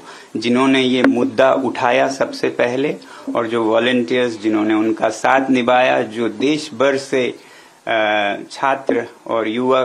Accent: Ladakh, India; मैं लद्दाख से हूं और एक पर्यावरण कर्मी हूं, एनवायरमेंटलिस्ट हूं

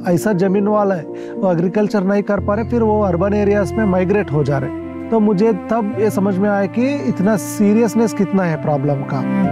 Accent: Sangareddy, Telangana, India; born there; also born or lived in Hyderabad / Pune; मेरा स्कूलिंग सब कुछ यहाँ मेरा गांव में ही हुआ था

